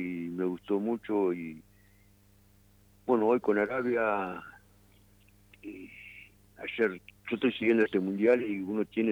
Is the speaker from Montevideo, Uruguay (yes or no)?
no; Artigas, Uruguay; born or raised there